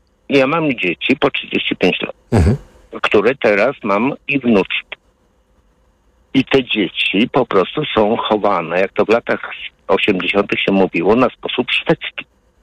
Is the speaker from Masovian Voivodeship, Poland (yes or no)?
yes; Warsaw, Masovian Voivodeship, Poland; I tak jak my, jako dzieci z blokowisk, ja jestem z Warszawy, z blokowisk, żeśmy umieli się bawić.